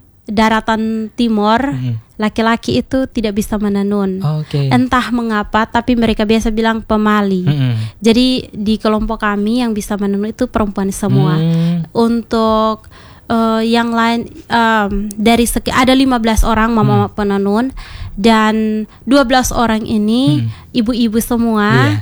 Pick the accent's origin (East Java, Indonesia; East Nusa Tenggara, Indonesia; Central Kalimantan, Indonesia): East Nusa Tenggara, Indonesia; kita ini orang TTS. Tanahnya memang kering.